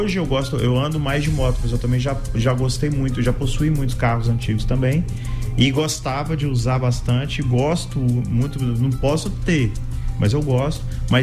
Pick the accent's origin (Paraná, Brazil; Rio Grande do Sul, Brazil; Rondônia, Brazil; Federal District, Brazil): Rondônia, Brazil; Jaru; also born or lived in Buritis; Lá em Jaru, eu cresci em Jaru.